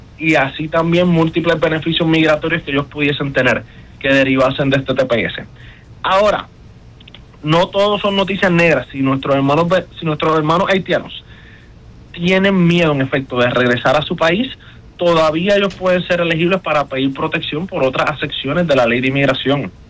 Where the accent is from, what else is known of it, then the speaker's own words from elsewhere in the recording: Honduras; also born or lived in Mexico; now in United States; Yo soy, qué sé yo, soy paisano de Gustavo, soy hondureño, ¿okay? Y comencé mi travesía hacia los Estados Unidos, pero cuando estaba viniendo a Estados Unidos me quedé en México y estuve 9 meses en México